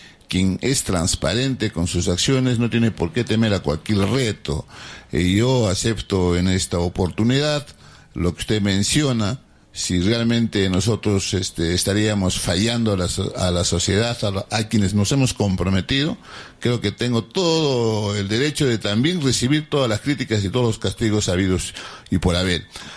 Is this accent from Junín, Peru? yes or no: no; Arequipa, Peru; nosotros, como ciudadanos arequipeños